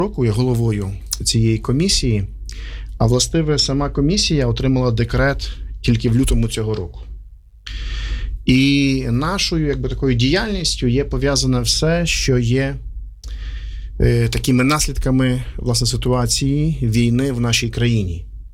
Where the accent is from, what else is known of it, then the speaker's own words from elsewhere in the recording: Berdychiv, Zhytomyr Oblast, Ukraine; moved away; also born or lived in Riga / Poland / Kyiv / Zviahel; Сам я родом з Бердичева, ось, але довгий час жив в Житомирі. Мабуть, навіть таку більшу частину життя на одному місці я прожив в Житомирі.